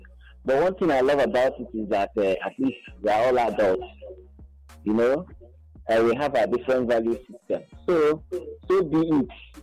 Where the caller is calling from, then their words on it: Abuja, Federal Capital Territory, Nigeria; I'm calling from Abuja.